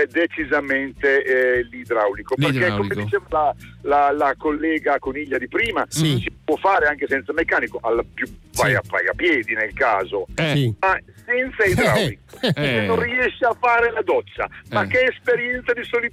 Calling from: Emilia-Romagna, Italy; Quindi grande orgoglio reggiano.

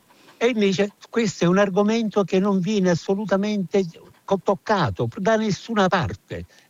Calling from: Naples, Campania, Italy; da Napoli.

